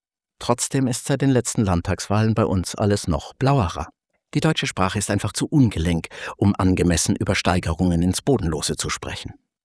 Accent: Bavaria, Germany; Als Franke graut es mir da immer ein wenig, ist doch unser Schäufele im Vergleich ein Knochen von balletöser Eleganz.

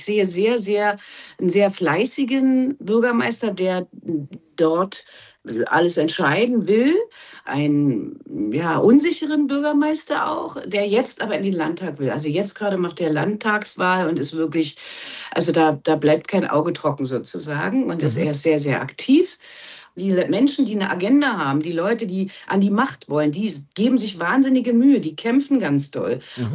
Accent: Berlin, Germany; die ich wirklich als Berlinerin, die ich auch schroff bin, sehr, sehr verehre und liebe.

